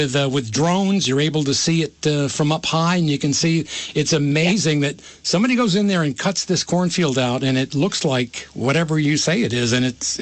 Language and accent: English; Burlington, Vermont, United States; I grew up in Burlington.